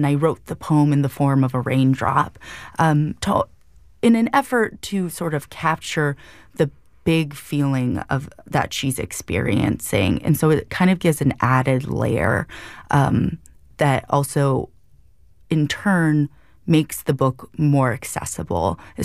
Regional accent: Hawaii, United States; this is something that I very much so have dealt with my whole life as a fair-skinned Kanaka Maoli.

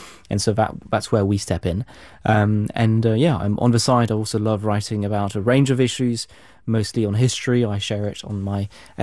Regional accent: London, United Kingdom; born there; I was born here in London.

